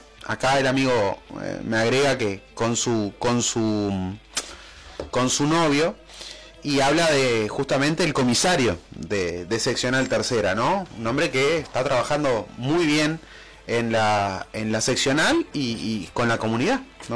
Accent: Uruguay; Sí, pero yo no soy español, yo soy charrúa, indio, acá de la frontera.

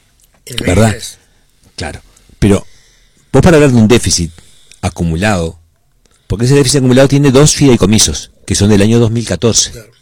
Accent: Tranqueras, Rivera, Uruguay; somos de Tranqueras también, somos, ¿viste?, del pueblo, y somos varios del pueblo.

